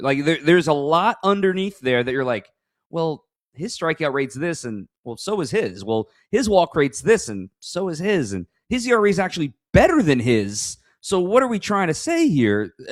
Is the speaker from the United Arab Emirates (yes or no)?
no; Phoenix, Arizona, United States; Phoenix kid. Shout out to my hometown.